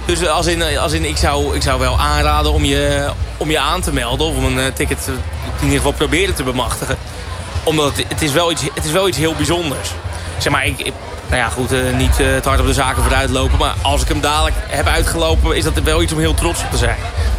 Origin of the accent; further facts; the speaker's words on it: South Holland, Netherlands; now in Hilversum, Netherlands; ik kom niet uit Nijmegen. Ik kom niet uit de buurt. Ik ben opgegroeid in de buurt van Rotterdam. En ik woon nu in Hilversum.